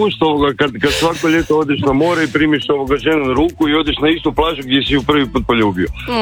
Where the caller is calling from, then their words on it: Zagreb, City of Zagreb, Croatia; ja sam bio iz Zagreba